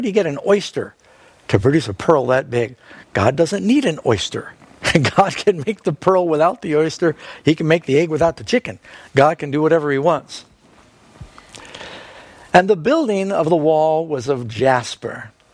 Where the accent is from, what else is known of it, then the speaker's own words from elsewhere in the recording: Manhattan, New York, United States; also born or lived in Los Angeles, United States / Miami, United States; I grew up in Manhattan, lived in Miami, Los Angeles, born in Los Angeles.